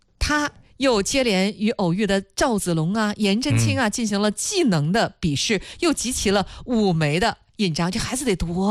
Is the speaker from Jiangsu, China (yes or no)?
no; Hebei, China; now in Shijiazhuang, China; 尽管这个石家庄是我的第二故乡，但是我热爱我的这个家乡，我们河北是吧，